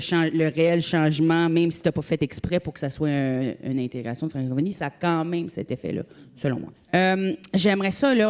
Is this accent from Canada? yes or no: yes; Acadia, Canada; je viens de l'Acadie